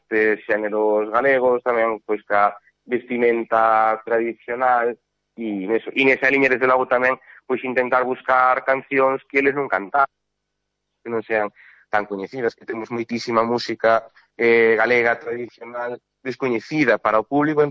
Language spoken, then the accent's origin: Galician; Carballo, Galicia, Spain; además eu son de aquí, pues son de Carballo, e por eso además me fai moitísima ilusión dirixir … aquí en Carballo temos unha tradición moi grande de música tradicional galega